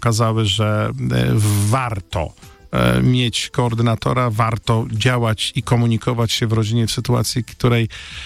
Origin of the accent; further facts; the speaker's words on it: Łódź, Łódź Voivodeship, Poland; jestem z Łodzi